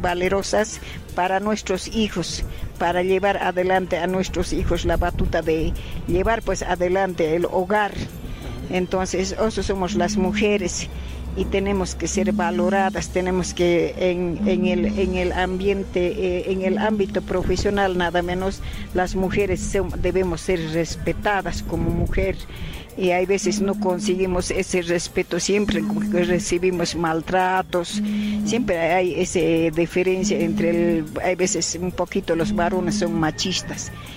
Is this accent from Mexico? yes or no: no; Bolivia; Y tan valientes somos las mujeres bolivianas que tenemos esa inquietud de vivir en la vida más tranquila